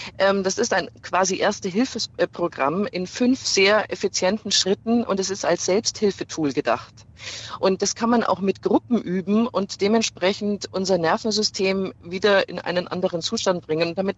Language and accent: German; Regensburg, Bavaria, Germany; Regensburg ist stark vertreten. Ich komme auch aus Regensburg.